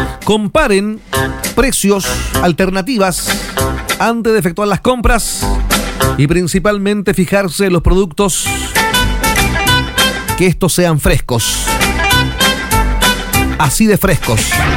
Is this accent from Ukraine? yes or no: no; Chile; Como buenos chilenos, a última hora, ¿no?